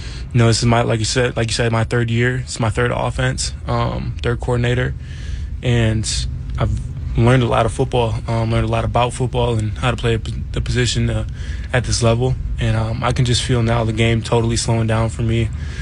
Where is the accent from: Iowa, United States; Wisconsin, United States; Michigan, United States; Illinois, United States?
Wisconsin, United States; moved away; especially a Wisconsin native.